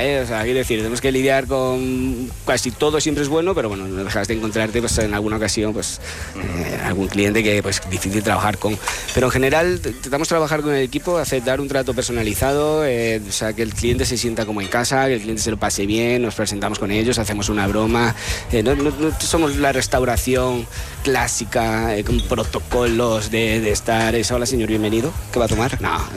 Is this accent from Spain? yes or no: yes; Casar de Cáceres, Extremadura, Spain; Yo soy extremeño, Extremadura por bandera, soy del Casar de Cáceres, guiño guiño, de la torta del Casar.